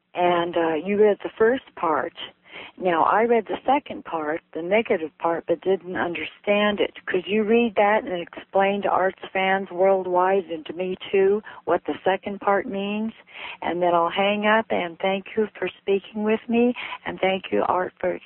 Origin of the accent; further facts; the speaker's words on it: La Crosse, Wisconsin, United States; from La Crosse, Wisconsin.